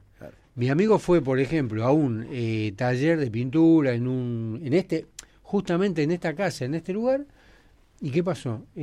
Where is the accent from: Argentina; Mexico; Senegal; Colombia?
Argentina